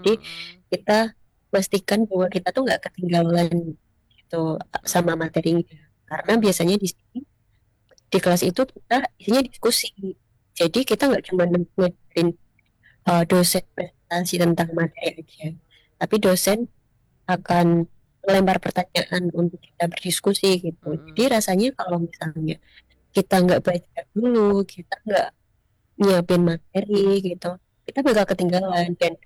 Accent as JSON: {"language": "Indonesian", "country": "Indonesia", "moved": "as an adult", "lives_now": "Australia", "said": "sama-sama Indonesia."}